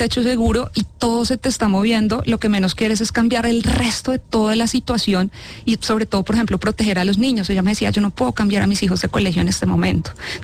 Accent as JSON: {"language": "Spanish", "country": "Colombia", "said": "creo que hemos reaccionado muy bien en diferentes situaciones que nos lo han pedido como colombianos."}